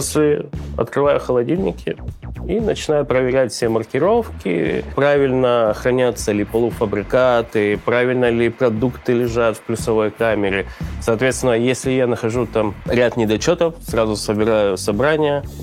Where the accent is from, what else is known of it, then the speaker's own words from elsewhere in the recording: Krasnodar Krai, Russia; born there; Я родился на Кубани